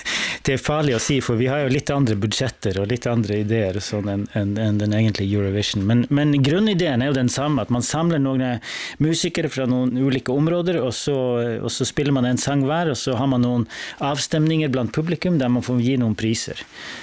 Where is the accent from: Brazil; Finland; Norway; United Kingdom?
Norway; Northern Norway; men mest viktigast nu är att jag har vuxit upp norr i Norge, ett litet samfund.